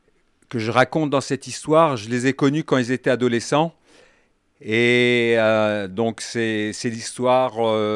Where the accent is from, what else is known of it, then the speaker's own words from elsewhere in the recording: Roubaix, Hauts-de-France, France; born there; Je suis né à Roubaix